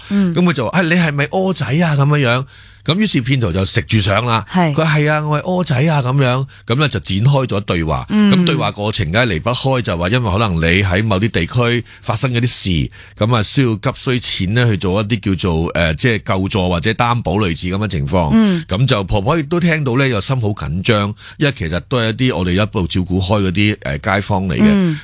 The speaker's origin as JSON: {"language": "Cantonese", "country": "Hong Kong", "said": "我们香港人就很醒目的，很精灵的，也很精明的"}